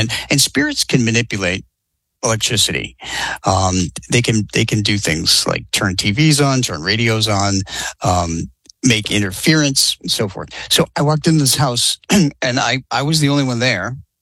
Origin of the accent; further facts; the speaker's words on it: New England, United States; I grew up in New England, and I was inspired by the blizzard of 1978